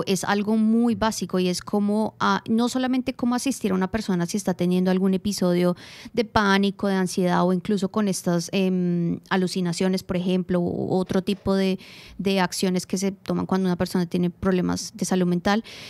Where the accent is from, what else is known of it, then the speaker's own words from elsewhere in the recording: Colombia; moved away as an adult; now in Australia; Hablo de Colombia, hablo de mi experiencia.